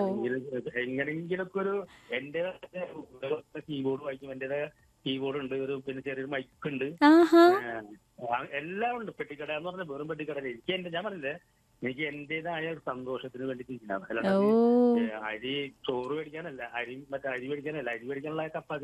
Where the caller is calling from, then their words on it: Kodungallur, Kerala, India; ഇത് കറക്റ്റ് സ്ഥലം കൊടുങ്ങല്ലൂരാണ്.